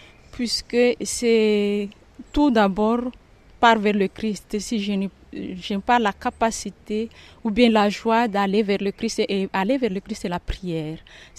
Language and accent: French; Madagascar; now in Moselle, France; je viens de Madagascar.